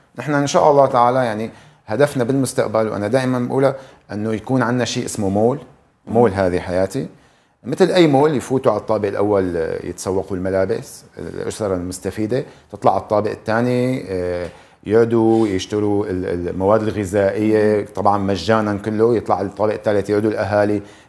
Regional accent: Syria; نحن جيناتنا رب العالمين ميزنا نحن كسوريين

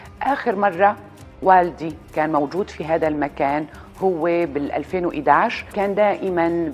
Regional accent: Aleppo, Aleppo Governorate, Syria; انا بشوف هذا جزء من التراث اللامادي لمدينتي اللي بيستاهل يستمر، قصة الصابون الغار الحلبي.

